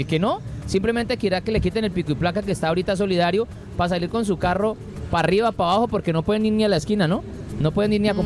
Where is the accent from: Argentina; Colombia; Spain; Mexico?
Colombia; Cali, Valle del Cauca; pero la verdad es que los como caleños, muy, muy, muy lejos de pensar y decir por ahí